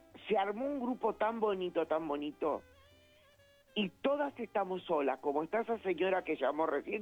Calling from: San Martín, Buenos Aires Province, Argentina; also born or lived in Mar del Plata; Que mi número tiene el 223 porque yo viví en Mar del Plata.

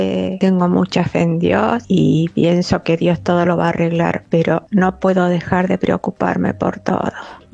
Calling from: Buenos Aires, Argentina; de Caballito.

